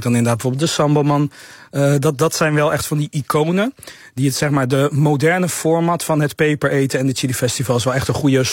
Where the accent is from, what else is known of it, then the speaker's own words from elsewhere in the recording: Rotterdam, South Holland, Netherlands; Even iets Rotterdams, wat ik als Rotterdammer heb meegenomen.